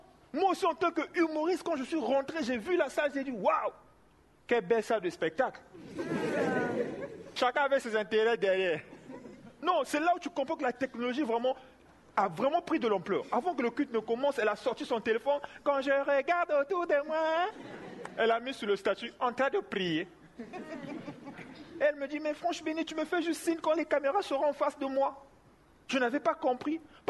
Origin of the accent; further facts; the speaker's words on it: Brazzaville, Republic of the Congo; Et chez nous, à Brazzaville